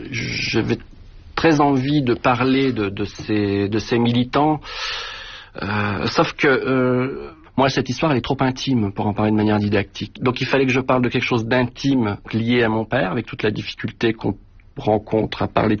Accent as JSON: {"language": "French", "country": "France", "tie": "born there", "said": "je suis né en France, d'un père exilé. Mon père est issu d'une famille républicaine."}